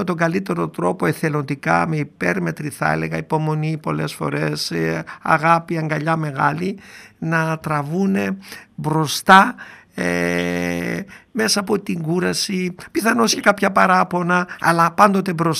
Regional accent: Doirani, Central Macedonia, Greece; moved away; τα έχω ζήσει ως παιδί στο χωριό μου στη Δοϊράνη

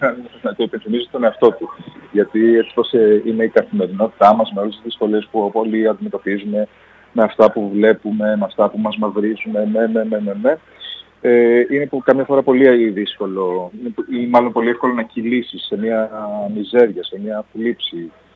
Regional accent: Thessaloniki, Central Macedonia, Greece; Όταν είμαι εδώ, στη Θεσσαλονίκη, στην πόλη μου

